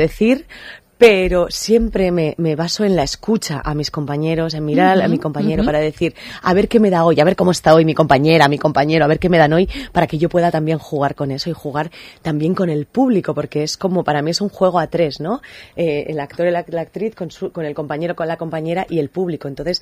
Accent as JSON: {"language": "Spanish", "town": "Eibar", "region": "Basque Country", "country": "Spain", "said": "yo soy vasca también, soy de Eibar, uh-huh, he hecho mucha carrera aquí en Euskadi"}